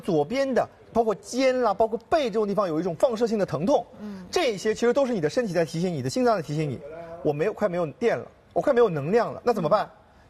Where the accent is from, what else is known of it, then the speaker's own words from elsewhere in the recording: Shanghai, China; 我们上海人